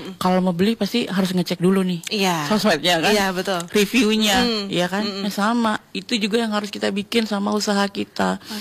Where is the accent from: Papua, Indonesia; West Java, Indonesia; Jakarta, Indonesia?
Papua, Indonesia; Dan waktu itu aku Papua, istilahnya Indonesia Timur satu-satunya yang bisa lolos masuk jadi lima besar.